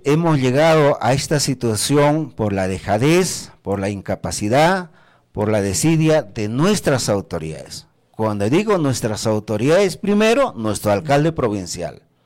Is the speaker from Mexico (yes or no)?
no; Ayacucho, Peru; ¿No somos nosotros ayacuchanos?